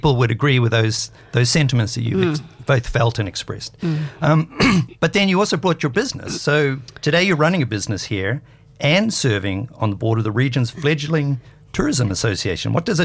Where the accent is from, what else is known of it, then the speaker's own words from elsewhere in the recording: New Zealand; I know I grew up in New Zealand and I had a sense of it immediately